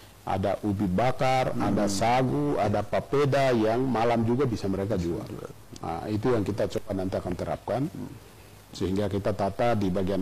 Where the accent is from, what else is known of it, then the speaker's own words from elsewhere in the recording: Nabire, Central Papua, Indonesia; kita sebagai orang Nabire di sini sampai kapanpun ada di sini